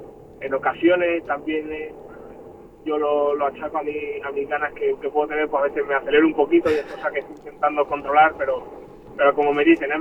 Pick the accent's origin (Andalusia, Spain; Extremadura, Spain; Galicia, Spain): Extremadura, Spain; Cáceres; also born or lived in Arenas de San Pedro, Ávila, Spain; yo soy nacido en Arenas de San Pedro, pero desde muy pequeño me fui a vivir a Cáceres y la verdad que tengo el corazón dividido.